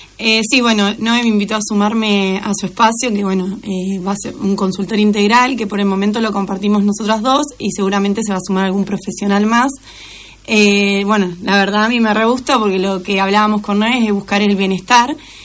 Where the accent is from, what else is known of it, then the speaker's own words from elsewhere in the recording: Lobos, Buenos Aires Province, Argentina; born there; moved away as an adult; now in Bolívar, Argentina; No, soy nacida en Lobos, pero uh-huh, bueno, me fui a estudiar a Capital y me quedé viviendo allá.